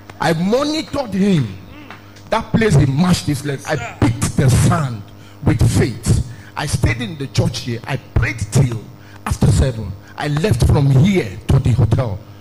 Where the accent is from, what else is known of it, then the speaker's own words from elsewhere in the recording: Cross River, Nigeria; I am from Cross River State. I stay in Boga.